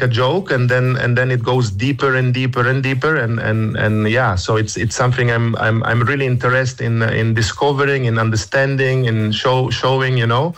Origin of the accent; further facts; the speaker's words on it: Italy; Dutch is a second language; moved away; Ik praat gewoon goed Nederland. Ik bestaat alles. Maar als je moet over een film praten, dan heb ik liever Engels. Want ik ben eigenlijk Italiaans.